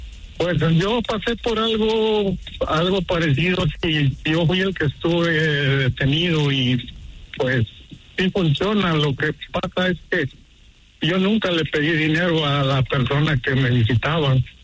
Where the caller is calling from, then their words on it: Denver, Colorado, United States; Yo hablo de Denver, Colorado.